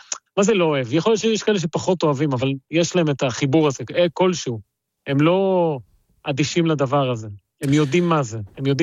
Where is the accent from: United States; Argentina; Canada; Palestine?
Argentina; also born or lived in Ecuador; כן, אני ארגנטינאי. אני נולדתי באקוודור, הורים שלי מארגנטינה, סתם הם עבדו פשוט באקוודור